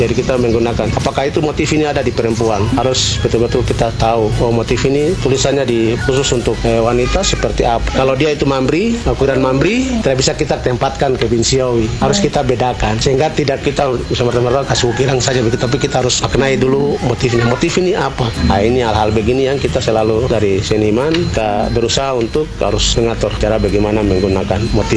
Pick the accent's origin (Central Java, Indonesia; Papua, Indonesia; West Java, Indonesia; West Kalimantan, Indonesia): Papua, Indonesia; Biak; Kalau kita orang Biak